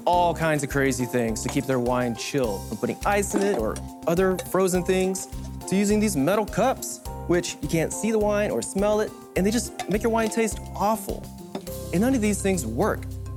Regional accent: Austin, Texas, United States; We're from Austin, Texas, and we're the founders of Vochill.

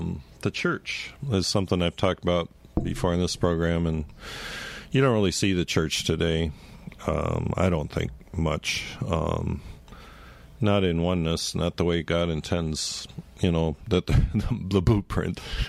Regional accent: Wellington, Ohio, United States; I'm from Wellington, Ohio, which is south of here, about 7 or 8 miles, 9 miles.

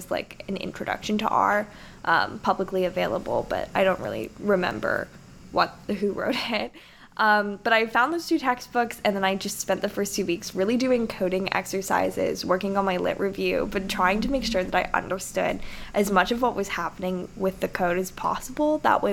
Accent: Los Angeles, California, United States; I'm from California. I'm actually from the city of Los Angeles

